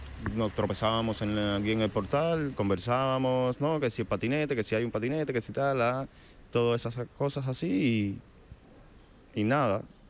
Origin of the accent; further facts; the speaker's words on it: Cuba; porque como que era que sea, somos cubanos y no... Y como tal, entre cubanos nos saludamos